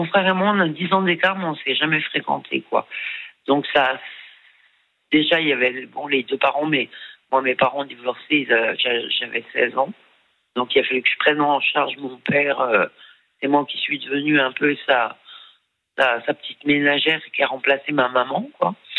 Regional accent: Bourgogne-Franche-Comté, France; moved away; Et je suis partie en Angleterre pour tenter ma chance. Parce que je suis du Jura. Je viens d'un tout petit patelin.

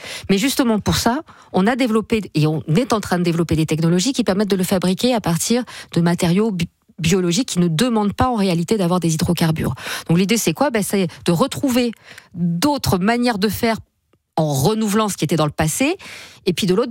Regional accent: south of France, France; moved away; moi je viens du sud de la France

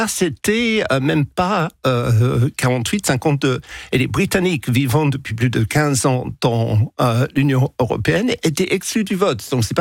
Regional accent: United Kingdom; moved away as an adult; now in France; je suis citoyen britannique

